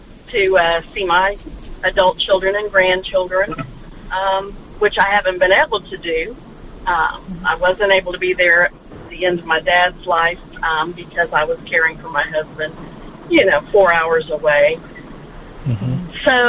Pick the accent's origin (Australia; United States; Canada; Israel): United States; Houston, Texas; And I'm from the Houston area and moved to Louisiana to be closer to him.